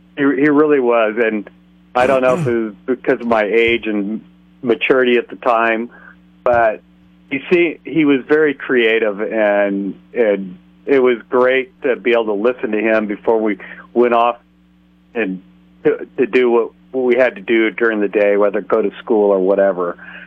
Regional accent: San Luis, United States; Well, I grew up in San Luis, and I remember Captain Buffoon.

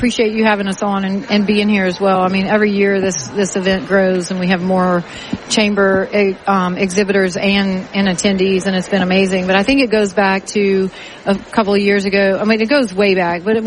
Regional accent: Ascension Parish, Louisiana, United States; I'm from the West Bank. I'm from less than 2 miles from where Hyundai Steel is being built.

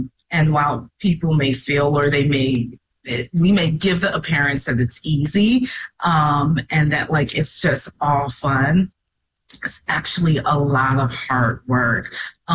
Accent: Chicago, Illinois, United States; Yeah, you know, having grown up in Chicago, again, I grew up in North Lawndale, I currently live in Austin.

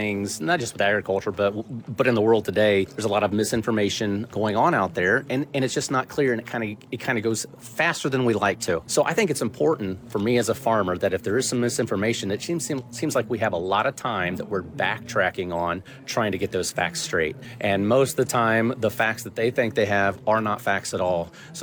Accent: Indiana, United States; I'm from Indiana

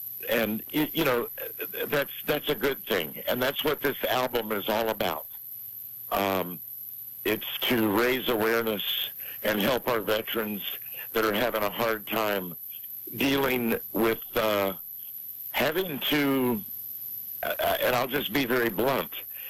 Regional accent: Kentucky, United States; now in North Carolina, United States; I'm looking forward to this show in Kentucky, going to my home state. I live in North Carolina, in the mountains, the foothills of the Appalachian chain.

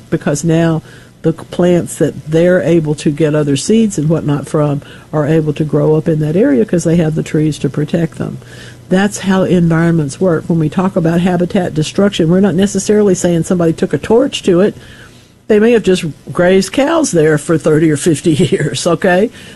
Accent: United States; He was the president of the school board in my hometown. Remember, we're sitting in front of the Ouachita River today. That's where he brought me up.

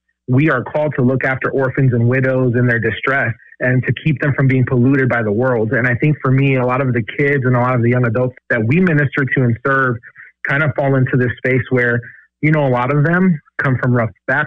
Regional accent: Racine, Wisconsin, United States; moved away as an adult; also born or lived in Illinois / Northern Virginia; now in Iowa, United States; I'm a native of Wisconsin, so I grew up in Racine, Wisconsin most of my life.

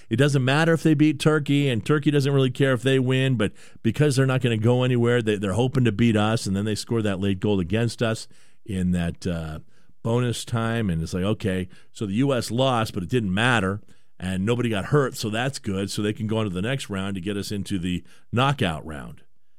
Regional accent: Vancouver, British Columbia, Canada; born there; although I was born in Vancouver, Canada, so I can claim them as well.

